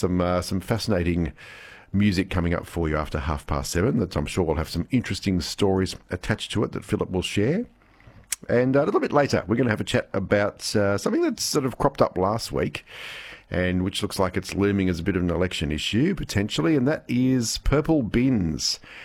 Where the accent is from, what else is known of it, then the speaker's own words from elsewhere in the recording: Canberra, Australian Capital Territory, Australia; growing up in Canberra